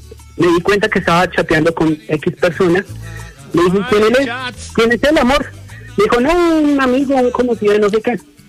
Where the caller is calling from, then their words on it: Sogamoso, Boyacá, Colombia; Yo vivo en Sogamoso, Boyacá.